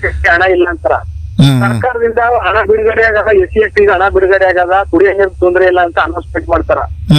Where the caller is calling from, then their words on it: Karnataka, India; ಹೂವಿನ ಕೋಳದಿಂದ ಮುನಿನಳ್ಳಿ ಗ್ರಾಮ ಪಂಚಾಯತಿ ಮಾಜಿ ಉಪಾಧ್ಯಕ್ಷರು.